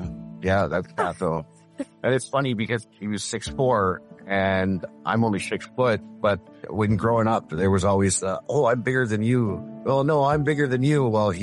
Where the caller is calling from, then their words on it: Kerr Valley, Alberta, Canada; I'm calling from Kerr Valley, Alberta.